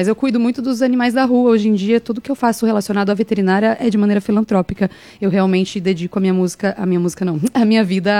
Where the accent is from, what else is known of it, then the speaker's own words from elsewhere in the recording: São Paulo, Brazil; moved away as an adult; also born or lived in Alagoas; now in Região dos Lagos, Brazil; eu sou de São Paulo, na verdade. Eu tô aqui na região dos Lagos agora, vai fazer 4, 5 anos por aí.